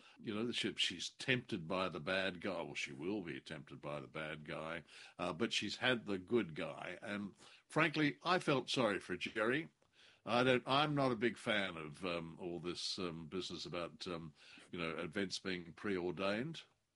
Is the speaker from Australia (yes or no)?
yes; Australia; now I'm a plastic Paddy because I'm not a real, I'm an Australian, obviously.